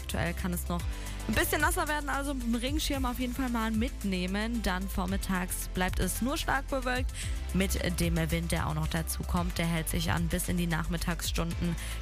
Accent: Rhineland-Palatinate, Germany; Ja, es ist das gut bei uns in der Pfalz, wo wir, glaube ich, nicht ohne leben können. Das ist unsere Identität.

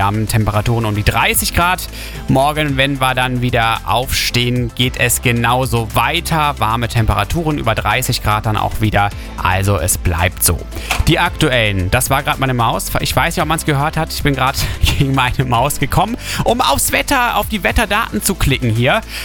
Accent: Linz am Rhein, Rhineland-Palatinate, Germany; sie kommt auch bei meiner Heimatregion im Rheinland vorbei, da unter anderem an Linz. Da bin ich aufgewachsen, geboren

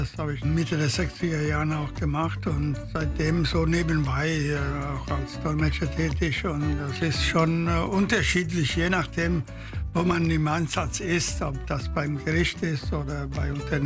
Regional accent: Italy; German is a second language; moved away as an adult; now in Germany

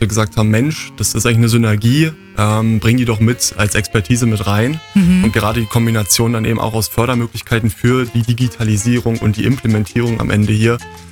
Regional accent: Berlin, Germany; born there; moved away as an adult; also born or lived in North Rhine-Westphalia; now in Cottbus, Germany; Ich bin tatsächlich zugezogen, bin gebürtiger Berliner

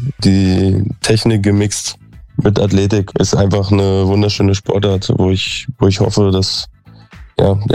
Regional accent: Kyritz, Brandenburg, Germany; moved away; also born or lived in Neuruppin; ich bin Brandenburger, Küritzer, also ich wurde in Neuruppin geboren und in Küritz in Gandiko aufgewachsen.

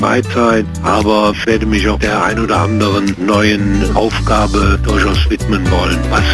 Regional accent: Andernach, Rhineland-Palatinate, Germany; mir war es eine Ehre, da 16 Jahre dieser Stadt zu dienen, die meine Heimat ist und auch bleiben wird und der ich immer mit dem Herzen verbunden bleibe

